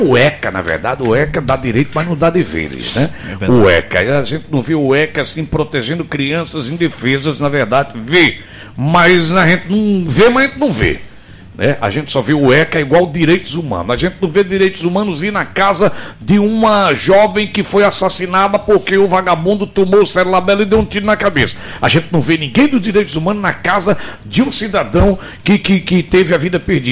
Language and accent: Portuguese; Brazil; Eu sou brasileiro, não tenho mais esperança no país.